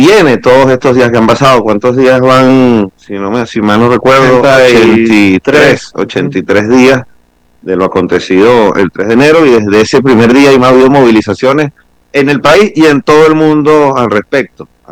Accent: Venezuela; lo que estamos haciendo como venezolanos

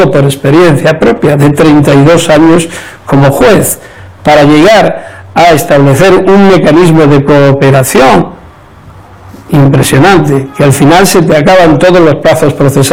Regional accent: Spain; En mi país, en España

